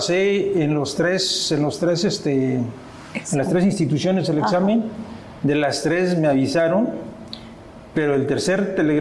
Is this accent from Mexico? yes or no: yes; Miquihuana, Tamaulipas, Mexico; moved away; Yo soy originario del municipio de Miquihuana, estado de Tamaulipas.